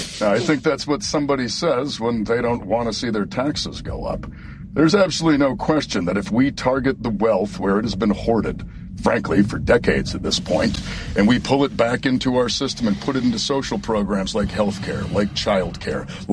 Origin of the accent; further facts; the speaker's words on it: Sullivan, Maine, United States; the town of Sullivan, Maine, which is my hometown